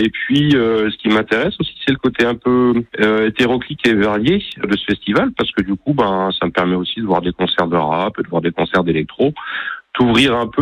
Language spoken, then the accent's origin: French; Marseille, Provence-Alpes-Côte d'Azur, France; À la base, je viens de Marseille et à l'époque j'étais étudiant à Marseille